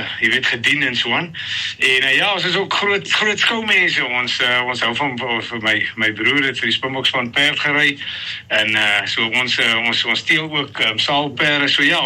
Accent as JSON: {"language": "Afrikaans", "town": "Robertson", "region": "Western Cape", "country": "South Africa", "tie": "born or raised there", "said": "ek is van Robertson, ek is my lewe lank al hier, gebore getoe, soos hulle sê, kom uit 'n plaasfamilie uit, ons boer hier so net buitekant Robertson, op 'n plaas met die naam Cloverfield."}